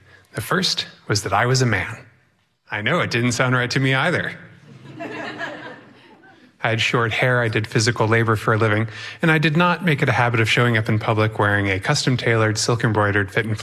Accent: Connecticut, United States; born there; now in Beacon, United States; I was born in Connecticut, but I've lived all over the United States and a few places in Europe, and I currently live in beautiful scenic Beacon, New York

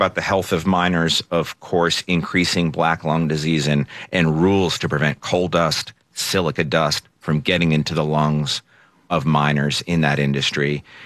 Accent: Pennsylvania, United States; I'm from Pennsylvania. We know the history of Western Pennsylvania, not necessarily where I'm from

